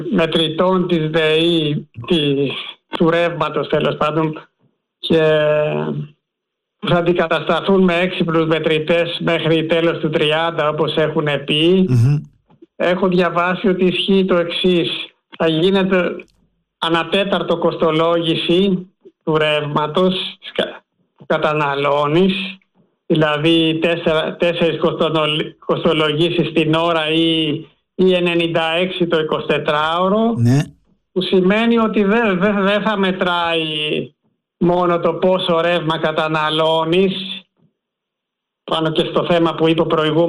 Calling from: Metamorfosi, Attica, Greece; από τη Μεταμόρφωση.

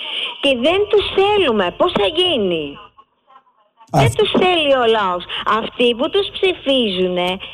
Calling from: Greece; Είμαστε Έλληνες.

